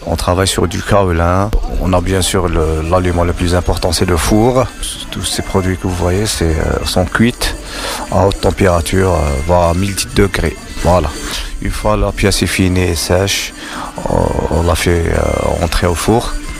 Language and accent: French; Algiers, Algiers Province, Algeria; je suis d'Alger, je représente l'Algérie.